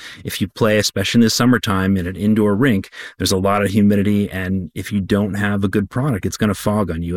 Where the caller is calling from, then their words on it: Arlington, Virginia, United States; I'm calling in from Arlington, Virginia.